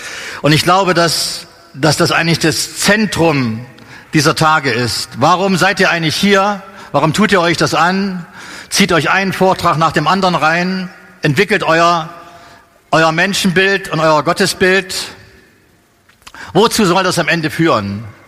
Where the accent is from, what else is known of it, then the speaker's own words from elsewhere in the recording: Germany; Ich komme aus dem Nordosten von Deutschland, also ein Vollblut-Ossi. Wir leben dort seit 22 Jahren.